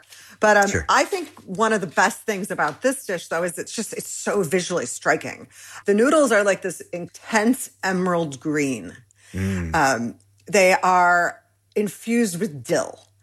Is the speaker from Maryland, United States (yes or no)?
no; Michigan, United States; I'm Iranian American. I grew up in Michigan, but my dad and my mom's from Michigan. She was born and raised there. But my father is Iranian. He moved to the U.S. in 64 from Iran.